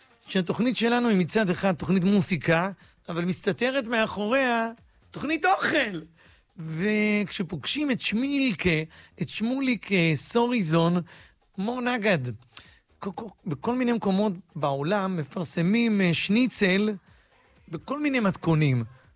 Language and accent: Hebrew; Bat Yam, Tel Aviv District, Israel; אני כשהייתי ילד, אני גדלתי בעיר בת ים